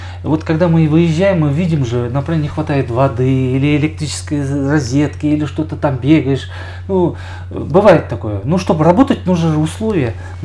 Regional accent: Kyrgyzstan

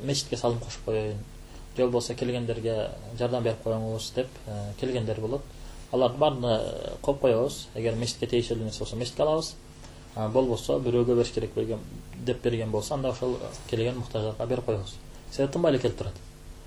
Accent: Karabak, Batken Region, Kyrgyzstan; Карабак деген айылдан болом.

